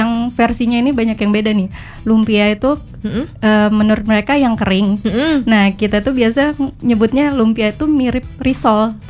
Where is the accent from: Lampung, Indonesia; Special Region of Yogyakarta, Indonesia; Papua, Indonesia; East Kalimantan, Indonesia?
East Kalimantan, Indonesia; Balikpapan; born there; moved away as an adult; now in Pontianak, Indonesia; Dulu karena saya bukan asli Pontianak ya, saya aslinya Balikpapan.